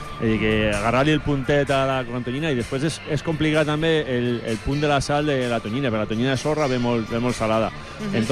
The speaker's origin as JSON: {"language": "Catalan", "town": "Santa Pola", "region": "Valencian Community", "country": "Spain", "said": "Jo soc de Santa Pola i un horrorós."}